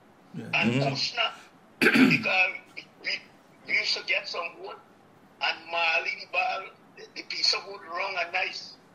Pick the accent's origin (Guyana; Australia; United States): Guyana; Queenstown, Pomeroon-Supenaam; My childhood days in Queenstown, Essequibo was wonderful.